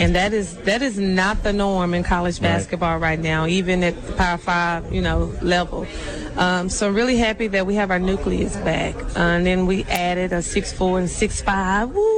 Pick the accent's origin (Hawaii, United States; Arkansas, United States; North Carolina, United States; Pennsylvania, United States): Arkansas, United States; I'm from Eastern Arkansas myself.